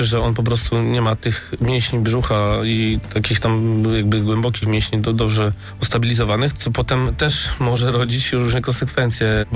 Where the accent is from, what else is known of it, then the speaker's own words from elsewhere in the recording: Gdańsk, Pomeranian Voivodeship, Poland; W mojej młodości jestem z 1980 roku, wychowałem się na osiedlu Chełm tutaj w Gdańsku